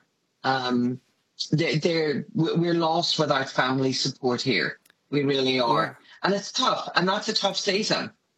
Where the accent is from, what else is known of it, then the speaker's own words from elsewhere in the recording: Northern Ireland, United Kingdom; We tend to not want to work at them the same way that maybe I grew up in Northern Ireland.